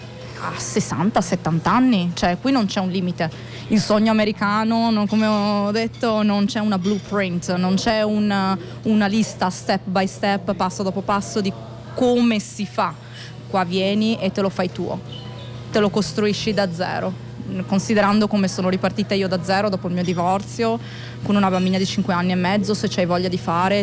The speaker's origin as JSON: {"language": "Italian", "town": "Vicenza", "region": "Veneto", "country": "Italy", "also_born_or_lived": "Maryland, United States", "moved": "as an adult", "lives_now": "United States", "said": "io sono vicentina, nata vicino a Venezia, nata sempre a Sottomarina, Jesolo, il mare, la mia vita"}